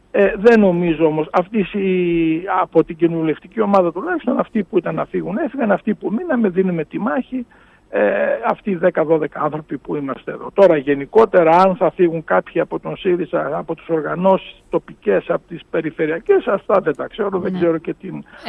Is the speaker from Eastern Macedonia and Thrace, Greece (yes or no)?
yes; Drama, Eastern Macedonia and Thrace, Greece; Κατάγομαι από τη Δράμα, είναι κάτι εξοχή συντηρητικό νόμο, όπου δεξιά και ακροδεξιά έχουν περίπου 60%, πάνω από 50% δηλαδή.